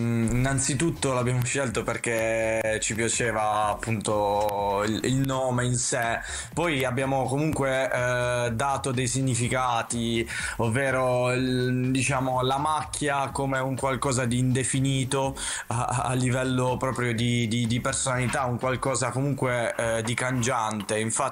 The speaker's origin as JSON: {"language": "Italian", "town": "Capurso", "region": "Apulia", "country": "Italy", "said": "Sì, sì, vicino Bari, di Capurso."}